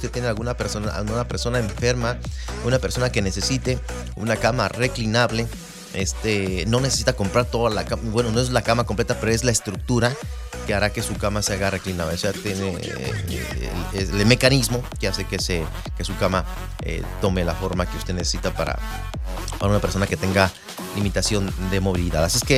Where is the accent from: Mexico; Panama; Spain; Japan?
Mexico; Irapuato, Guanajuato; now in United States; yo soy del estado de Guanajuato, de Irapuato, Guanajuato, para ser exactos. Y cuando llegué aquí a los Estados Unidos